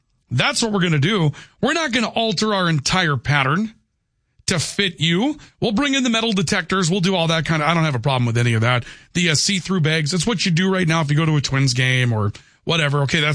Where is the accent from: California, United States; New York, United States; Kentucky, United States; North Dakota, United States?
North Dakota, United States; Valley City; Valley City's building a new school in my hometown.